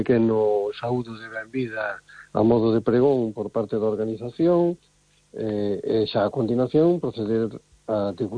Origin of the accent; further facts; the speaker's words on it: Galicia, Spain; é o típico de Galicia, e o que somos os galegos, non?